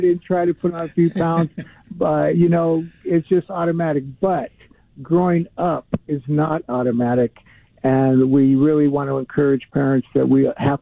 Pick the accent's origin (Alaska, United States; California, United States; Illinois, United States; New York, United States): California, United States; Los Angeles; born or raised there